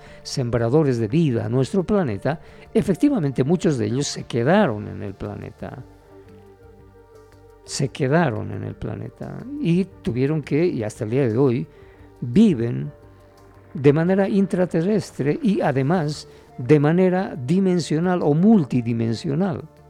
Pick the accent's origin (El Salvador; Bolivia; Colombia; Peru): Bolivia; como bolivianos también hemos sido llamados en su momento a un contacto con esos seres